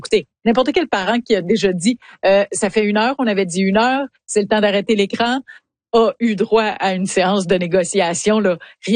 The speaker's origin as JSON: {"language": "French", "region": "Nova Scotia", "country": "Canada", "said": "Je viens de la Nouvelle-Écosse."}